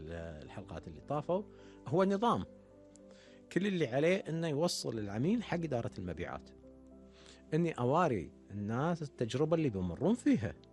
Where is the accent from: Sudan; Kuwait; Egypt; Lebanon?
Kuwait